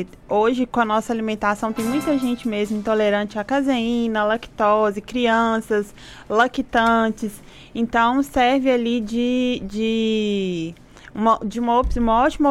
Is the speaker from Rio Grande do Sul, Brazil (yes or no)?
no; Sete Lagoas, Minas Gerais, Brazil; moved away as an adult; now in Pompéu, Brazil; eu sou de Sete Lagoas, meu marido é daqui de Pompeu, e a gente resolveu vir para cá, para Pompeu, e abrir o nosso negócio.